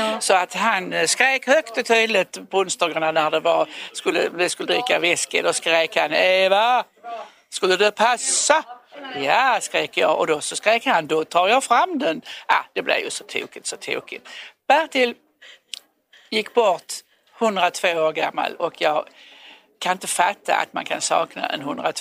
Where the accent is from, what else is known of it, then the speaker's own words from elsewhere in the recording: Borby, Skåne, Sweden; now in Ystad, Sweden; Jag kommer från Borby, men jag bor i Ystad.